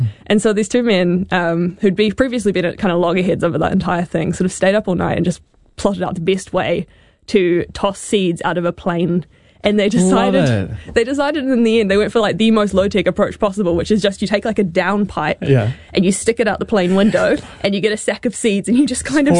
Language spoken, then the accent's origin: English; New Zealand; perhaps just my experience as a New Zealander, I think because we're just this tiny little country at the bottom of the world